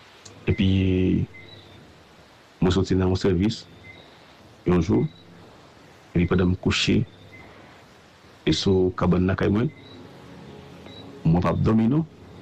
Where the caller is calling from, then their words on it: Martinique; Moi, je viens du côté de Martinique